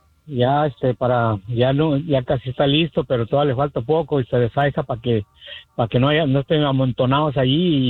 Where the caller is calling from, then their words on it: Marysville, California, United States; Aquí le estoy hablando del condado de Yuba, acá de la ciudad de Marysville, California.